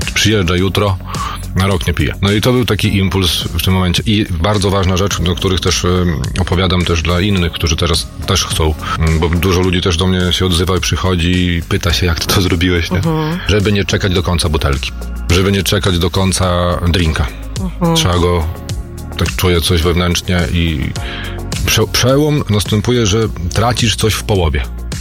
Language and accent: Polish; Białystok, Podlaskie Voivodeship, Poland; ja z Białegostoku jeszcze jestem.